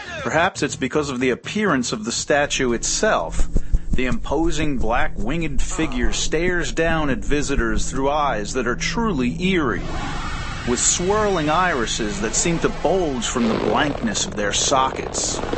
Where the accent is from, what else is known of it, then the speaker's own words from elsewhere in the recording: New Jersey, United States; our beloved Garden State